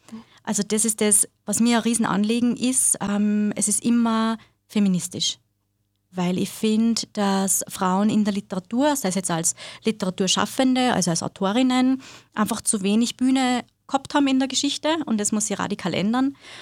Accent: Linz, Upper Austria, Austria; ich bin gerade 37 Jahre alt geworden. Ich bin Mama, habe zwei kleine Kinder und bin auch Lehrerin da bei uns in Linz am Berg oben.

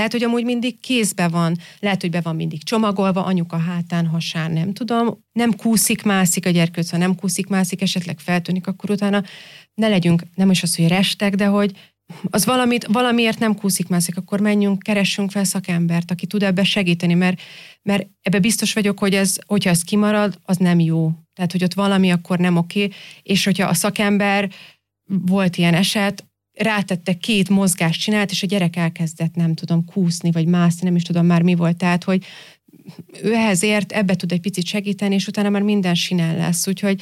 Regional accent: Győr, Győr-Moson-Sopron, Hungary; moved away as an adult; now in Austria; otthon Győrben dolgoztam a pedagógiai szakszolgálatnál

